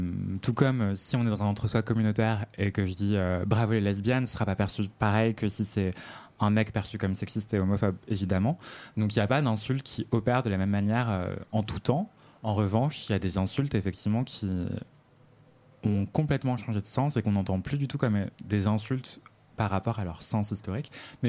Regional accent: Martinique; Je viens de la Martinique

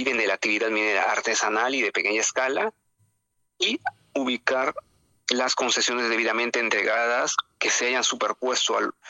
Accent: Peru; somos peruanos, somos hermanos, sigamos siempre. El progreso debe ser para el Perú entero, ¿no?

